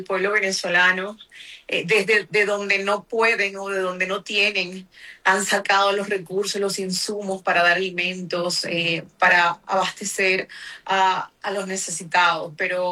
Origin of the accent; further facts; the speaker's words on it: Mexico; mexicano, con los topos, con los rescatistas que han estado mandando ayuda a mi país, que ya están en mi país salvando vidas.